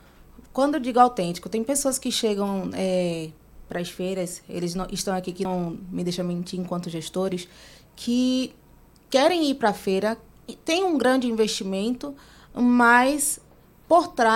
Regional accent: Vitória da Conquista, Bahia, Brazil; now in Pernambuco, Brazil; Sou de Vitória da Conquista

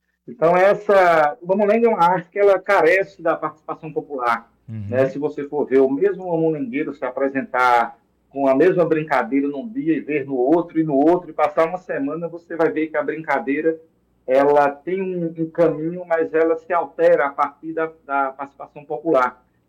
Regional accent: Quiuma, Pernambuco, Brazil; born there; Eu nasci em Quiuma, entre Teume e Carpina.

